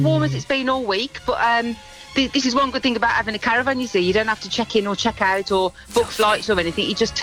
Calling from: Birmingham, West Midlands, United Kingdom; we're from Birmingham

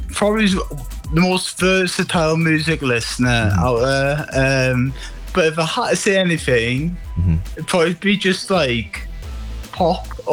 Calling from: Sunderland, North East England, United Kingdom

